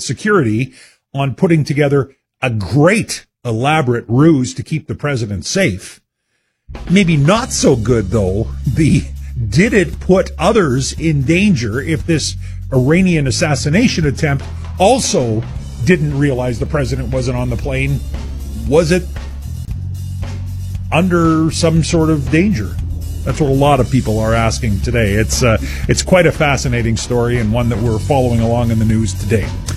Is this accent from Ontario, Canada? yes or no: no; Abernethy, Saskatchewan, Canada; I grew up in the Abernethy area, just down Highway 22